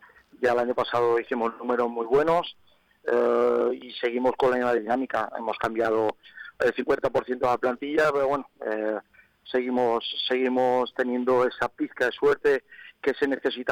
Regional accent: Valencian Community, Spain; now in Manacor, Spain; soy valenciano

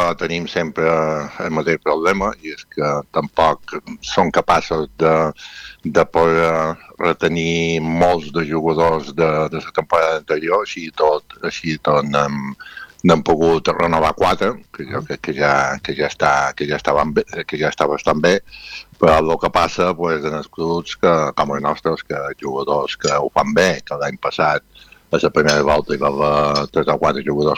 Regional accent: Balearic Islands, Spain; Vull dir, jo som mallorquí, el meu sponsor és mallorquí, bueno, l'empresa mallorquina.

